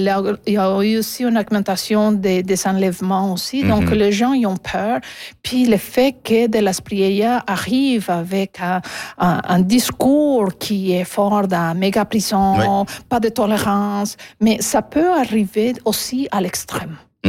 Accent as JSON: {"language": "French", "country": "Canada", "said": "mais en tant que Canadienne aussi"}